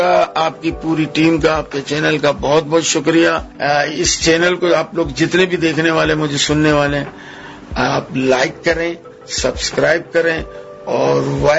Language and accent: Urdu; India; میں انڈین ہوں یہ حرم میں ملاقات ہوگی, ہوں مسلم.